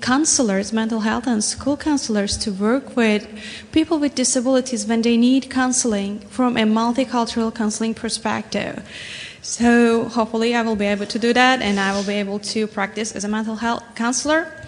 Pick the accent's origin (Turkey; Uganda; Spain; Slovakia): Turkey; moved away as an adult; now in Cincinnati, United States; I'm coming from Ohio, but I'm from Turkey originally.